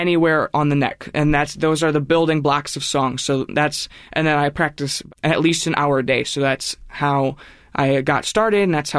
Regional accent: Wisconsin, United States; So I grew up around the Wisconsin River. I learned to swim in the Wisconsin River, and my grandpa's ashes are in the Wisconsin River.

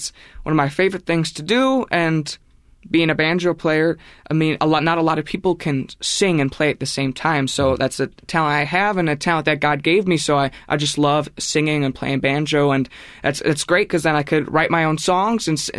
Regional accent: Wisconsin, United States; born or raised there

